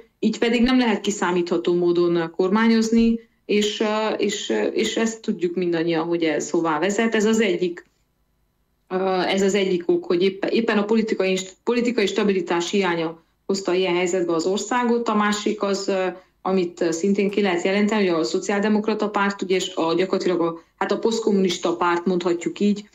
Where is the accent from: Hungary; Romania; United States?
Romania; Transylvania